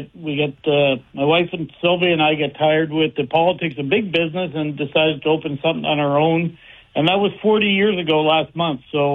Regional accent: Halifax, Nova Scotia, Canada; now in Kitchener, Canada; Well, I'm from Halifax, and when I get transferred up to Kitchener, every time I went home, I had to bring stuff back for people.

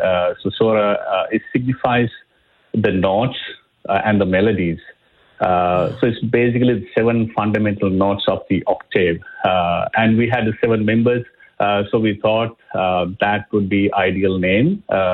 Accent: Sri Lanka; moved away as an adult; now in Halifax, Canada; We are all originally from Sri Lanka, and now we moved here in Canada, and some people recently moved, but and some living for decades. Myself, I've now lived here close to 8 years.

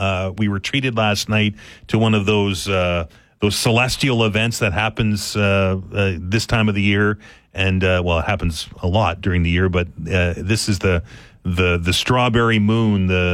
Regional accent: Halifax, Nova Scotia, Canada; I'm from Halifax.

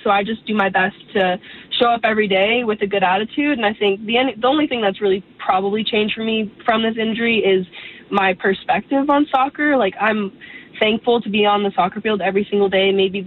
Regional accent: Canada; my first year that I get to play is with my hometown.

